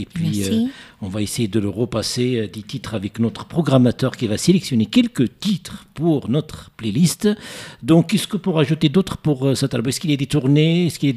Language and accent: French; Casablanca, Casablanca-Settat, Morocco; c'est ma ville natale également.